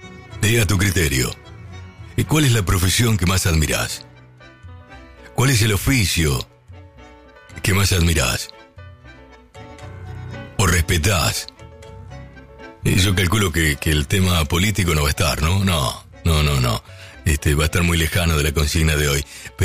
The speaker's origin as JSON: {"language": "Spanish", "town": "Lincoln", "region": "Buenos Aires Province", "country": "Argentina", "tie": "born or raised there", "moved": "yes", "said": "Cuando yo salí del pueblo, yo salí de Lincoln"}